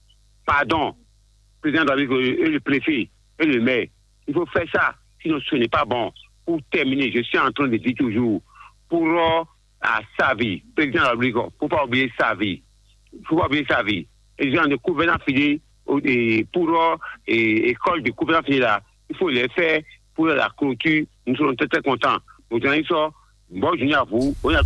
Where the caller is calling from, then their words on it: Ouidah, Atlantique, Benin; Je vous appelle de Ouida Kati Soubadi.